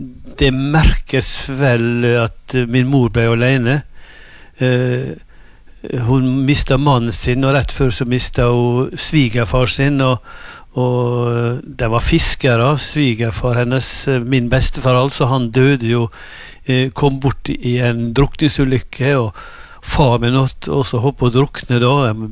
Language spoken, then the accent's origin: Norwegian; Ålesund, Møre og Romsdal, Norway; Mitt liv, det startet på en øy utenfor Ålesund som heter Store Kalvøya. Der ble jeg født. Jeg ble født på Ålesund sykehus, men jeg håper jeg ble født i full storm utenfor Ålesund.